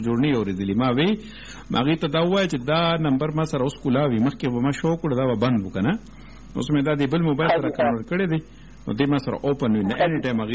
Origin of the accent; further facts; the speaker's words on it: Mardan, Khyber Pakhtunkhwa, Pakistan; now in Tarbela, Pakistan; زه اوس د مردان یم په تربیله کې اوسېږم